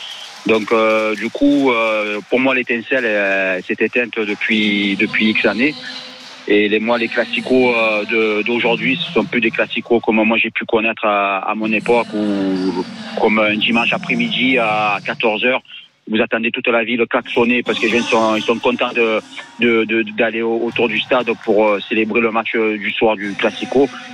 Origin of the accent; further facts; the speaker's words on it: Marseille, Provence-Alpes-Côte d'Azur, France; De Marseille, je suis de Marseille, moi.